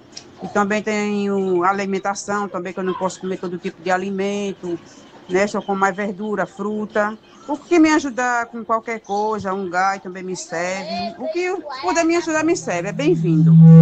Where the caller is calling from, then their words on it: Brazil; sou aqui do Paulo VI.